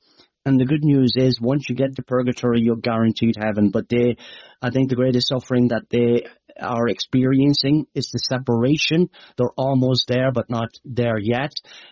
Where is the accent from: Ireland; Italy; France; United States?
Ireland; Leinster; accent: Irish; maybe some of your Irish might know. My accent might be hard to understand, but for the American Americans might be able to understand me, you know. It's in the Midlands of Ireland, the Midlands in Ireland.